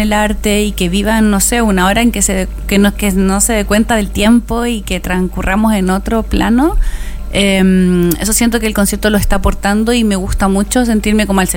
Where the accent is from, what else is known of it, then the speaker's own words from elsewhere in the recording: Valparaíso, Chile; yo que soy de acá de Valpo desde chica